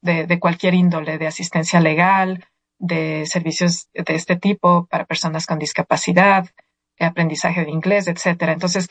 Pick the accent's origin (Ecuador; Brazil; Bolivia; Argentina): Ecuador; moved away as an adult; now in United States